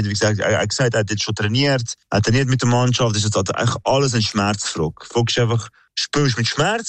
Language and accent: German; Switzerland; Wir sind in der Schweiz aufgewachsen